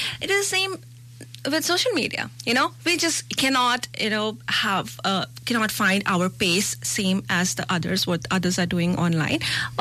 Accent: India

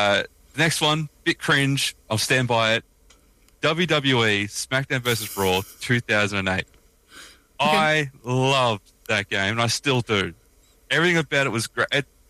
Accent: Australia; All right, so … I don't know if we talk about the accent, I'm Australian.

